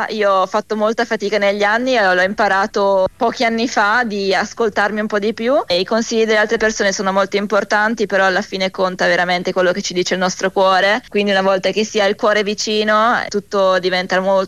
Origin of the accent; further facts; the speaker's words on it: Brescia, Lombardy, Italy; now in Cagliari, Italy; Vengo da Brescia, fortunatamente ho un aeroporto comodo